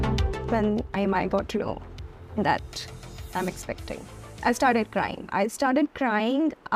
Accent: Goa, India; from Goa, India. I'm a Kannada freelance writer.

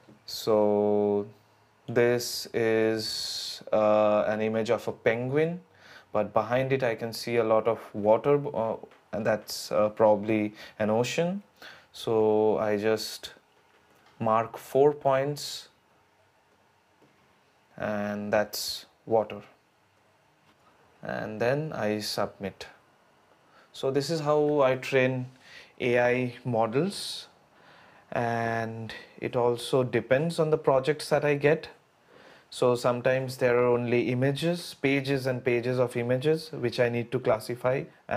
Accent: Kolkata, West Bengal, India; I'm from Kolkata, India, and right now I'm 29 years old, and I'm currently pursuing my master's over here.

